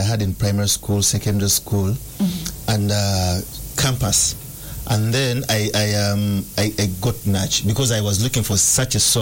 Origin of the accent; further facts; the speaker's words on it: Kampala, Central Region, Uganda; where I grew up on Makindye, there used to be a guava tree.